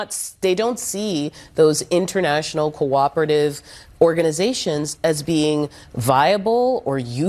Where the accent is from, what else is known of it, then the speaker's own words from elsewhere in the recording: Boston, Massachusetts, United States; Good morning to a little town near Harvard, better known as Boston, my hometown.